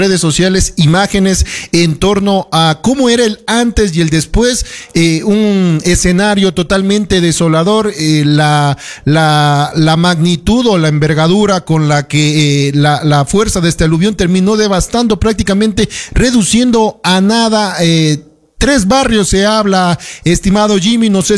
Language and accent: Spanish; Ecuador; de unirnos como ecuatorianos también